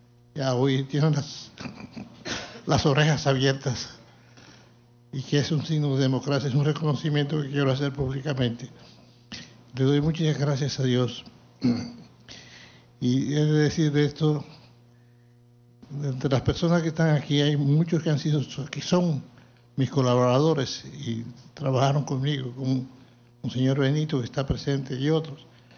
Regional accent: Dominican Republic

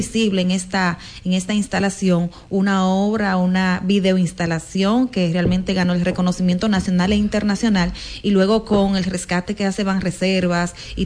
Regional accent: Dominican Republic; sobre todo para nosotros como dominicanos

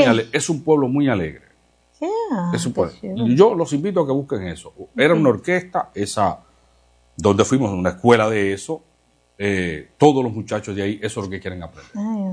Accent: Baní, Peravia, Dominican Republic; yo soy de Baní

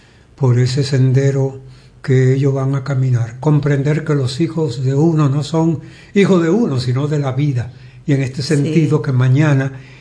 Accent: Dominican Republic; Soy dominicano. Y la gran mayoría, de los, por no decirlo todo, todos los dominicanos somos alegres

